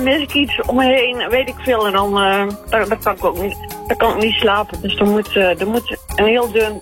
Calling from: Eindhoven, North Brabant, Netherlands; In het zuiden van het land. Eindhoven.

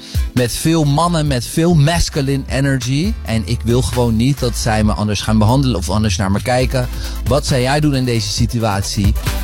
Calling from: Netherlands; wij als Nederlanders

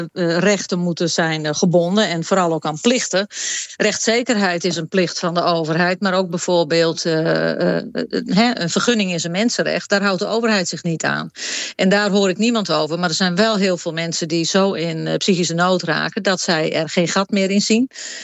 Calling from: Netherlands; Wanneer staan wij als Nederlanders nu eens op?

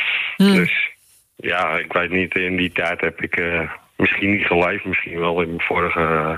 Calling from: Amsterdam, North Holland, Netherlands; we zijn Amsterdammers.

